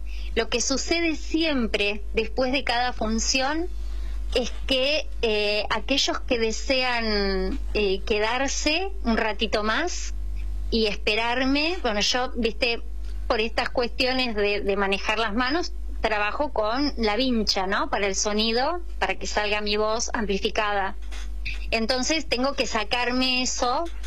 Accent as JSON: {"language": "Spanish", "country": "Argentina", "said": "como peronistas o como argentinos"}